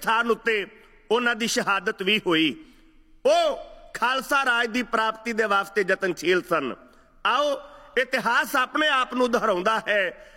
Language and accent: Punjabi; Punjab, India; now in Canada; ਇਹ ਧਰਤੀ ਕੈਨੇਡਾ ਦੀ, ਜਿੱਥੇ ਆਪਣੀ ਉਪਜੀਵਿਕਾ ਆਪਣੇ ਪਰਿਵਾਰ ਦੀ ਪਾਲਣਾ ਪੋਸ਼ਣਾ ਕਰਨ ਵਾਸਤੇ ਅਸੀਂ ਪੰਜਾਬ ਤੋਂ ਚੱਲ ਕੇ ਆਏ ਹਾਂ, ਇਸ ਧਰਤੀ ਦੀ ਸੁੱਖ ਵੀ ਮੰਗਣੀ ਹੈ।